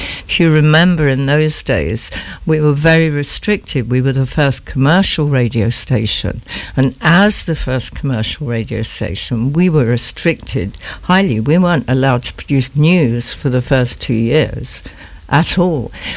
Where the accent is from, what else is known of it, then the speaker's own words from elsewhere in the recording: United Kingdom; now in Nairobi, Kenya; it was actually shortly after I became a Kenya citizen, because as a British citizen